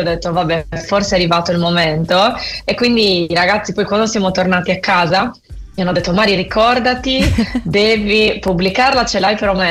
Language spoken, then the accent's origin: Italian; Sardinia, Italy; mai scritto in sardo, io ho sempre scritto canzoni, però non nella mia, diciamo, nella lingua della mia terra.